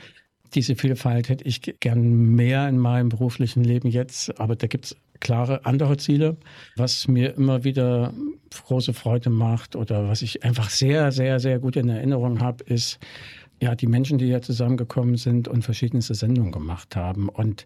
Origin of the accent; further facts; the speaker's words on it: Jena, Thuringia, Germany; moved away as an adult; Ich komme ja aus Jena und wir hatten in Jena einen offenen Hörfunkkanal schon aufgebaut